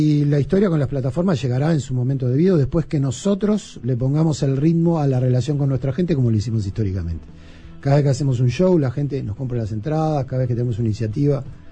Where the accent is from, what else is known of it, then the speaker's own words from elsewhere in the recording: Montevideo, Uruguay; Yo vivía cerca de ahí. Como niño me crié en Villa Dolores. y íbamos mucho al zoológico y al planetario.